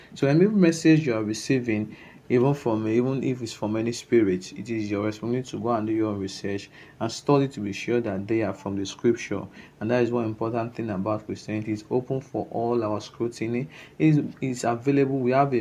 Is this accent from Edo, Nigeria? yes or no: yes; Okada, Edo, Nigeria; from Okada Town, Edo State, Nigeria.